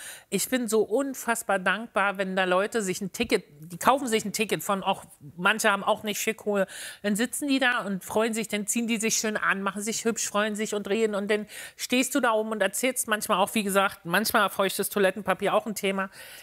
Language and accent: German; Berlin, Germany; Und ich dachte so, ich muss gleich raus und ich komme aus Berlin.